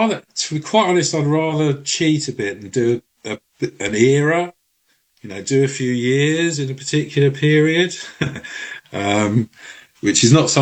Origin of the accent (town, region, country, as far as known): London, United Kingdom